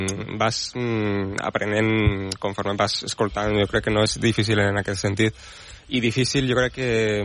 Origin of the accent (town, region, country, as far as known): Málaga, Andalusia, Spain; born or raised there; Catalan is a second language; moved away as an adult; now in Barcelona, Spain